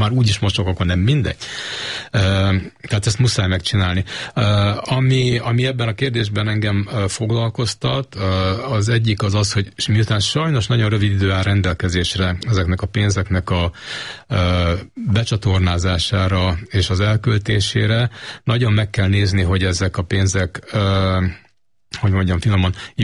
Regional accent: Hungary

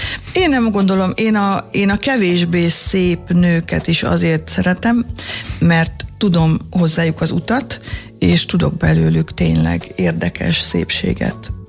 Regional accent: Kazincbarcika, Borsod-Abaúj-Zemplén, Hungary; Kazincbarcikán nőttem föl, három ház vett körbe egy ilyen játszóteret, udvart

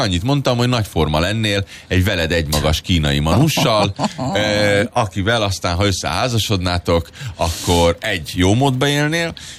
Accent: Budapest, Hungary; én 38 vagyok, és én, amikor Újpesten fölnőttem

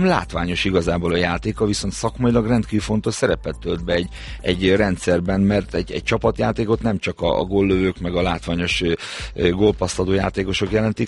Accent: Hungary; És álltunk ott magyarként

